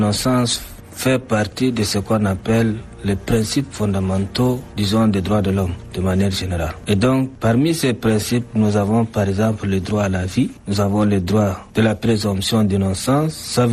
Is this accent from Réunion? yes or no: no; Chad; chez nous au Tchad